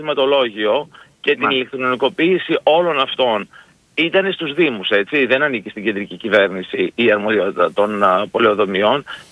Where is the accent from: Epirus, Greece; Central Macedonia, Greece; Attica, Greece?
Central Macedonia, Greece; Thessaloniki; είμαστε και συμπατριώτες από τη Θεσσαλονίκη